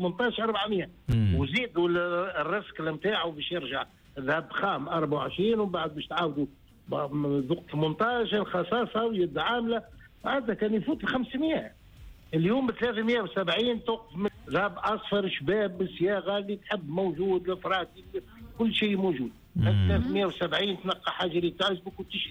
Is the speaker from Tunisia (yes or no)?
yes; Tunisia; احنا راهو الذهب عندنا في تونس بالنسبة للخارج معناتها يتسمى متميز